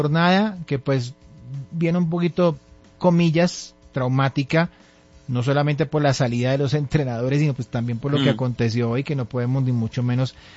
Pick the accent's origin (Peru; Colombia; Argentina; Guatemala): Colombia; Bueno, entonces pues ya para pesar de nosotros como colombianos, pues ya se ha entregado un primer balance de parte de la presidencia de la República